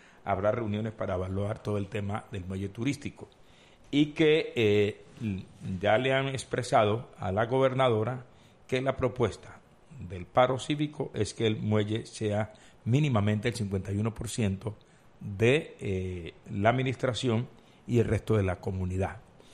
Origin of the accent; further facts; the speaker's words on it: Buenaventura, Valle del Cauca, Colombia; mi pueblo de Buenaventura.